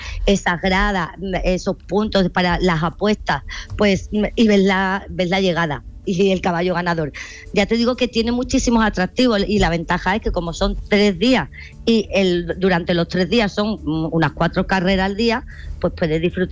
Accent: Seville, Andalusia, Spain; yo soy de Sevilla.

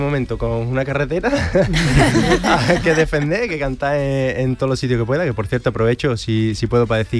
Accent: Mairena, Andalusia, Spain; la feria allí, canto en mi pueblo, así que más en casa que nunca.

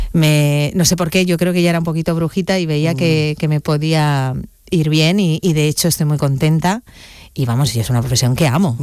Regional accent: Valencia, Valencian Community, Spain; moved away as an adult; now in Andalusia, Spain; Tú sabes que yo me crié en Valencia.

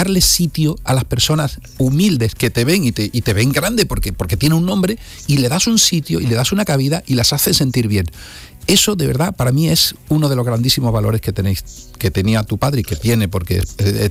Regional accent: Córdoba, Andalusia, Spain; Mira, yo que como tú bien sabes, soy cordobés y hice la mili además en Cerro Muriano, pues de Cerro Muriano a Córdoba era una barbaridad.

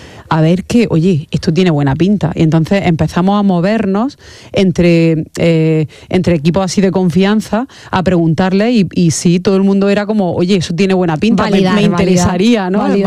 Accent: Almería, Andalusia, Spain; nosotros somos de Almería

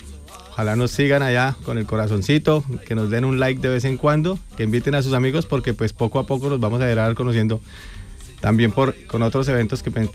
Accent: Ibagué, Tolima, Colombia; Bueno, porque no les había contado, yo soy de Ibagué, también, que allí se celebra el Festival Nacional del Folklore.

